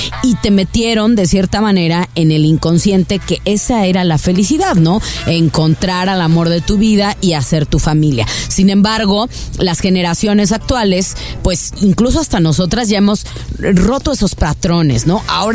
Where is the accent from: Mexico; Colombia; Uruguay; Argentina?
Mexico; Desde chicas, yo creo que a todas, principalmente si somos mexicanas o latinoamericanas, así nos crearon, ¿no?